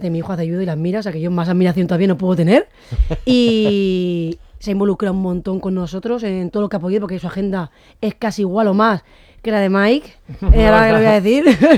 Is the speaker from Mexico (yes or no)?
no; Alicante, Valencian Community, Spain; Con que yo soy alicantina, a veces no me va.